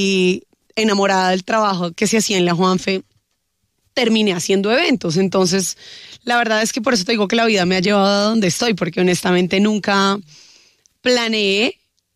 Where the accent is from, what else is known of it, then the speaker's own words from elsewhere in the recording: Bogotá, Colombia; Nací en Bogotá